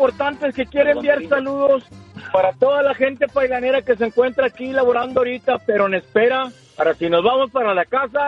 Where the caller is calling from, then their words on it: Matamoros, Tamaulipas, Mexico; le está hablando una persona de Matamoros, Tamaulipas, México.